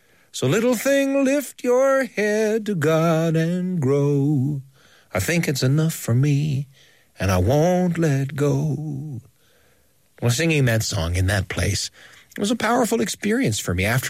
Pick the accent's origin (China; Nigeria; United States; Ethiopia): United States; Utah; Well, my hometown is in Utah, in the United States of America.